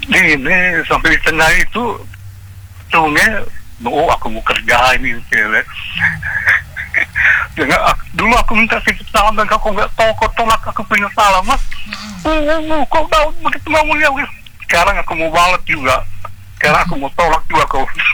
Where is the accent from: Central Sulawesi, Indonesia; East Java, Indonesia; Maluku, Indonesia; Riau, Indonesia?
Central Sulawesi, Indonesia; Donggala; born there; Iya, kalau di daerah aku Bangsa ada sungai yang berbelah Kota Donggala itu ya.